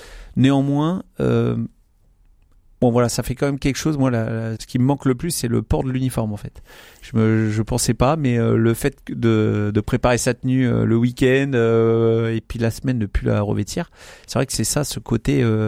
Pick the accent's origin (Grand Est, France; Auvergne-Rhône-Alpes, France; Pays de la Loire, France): Pays de la Loire, France; Le Mans; born or raised there